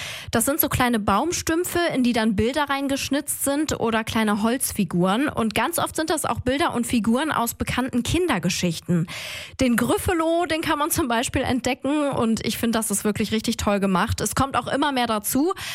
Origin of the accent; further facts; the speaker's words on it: Mönchengladbach, North Rhine-Westphalia, Germany; ich komme ja aus Wickrath